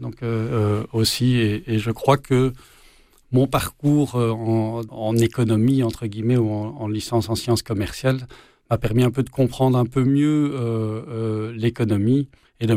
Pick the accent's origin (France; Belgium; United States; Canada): Belgium; Brussels, Brussels-Capital Region; je suis né à Bruxelles, j'ai vécu toute mon enfance à Bruxelles en fait, et dans une famille ou dans des situations pas de grande richesse, on va dire même plutôt de pauvreté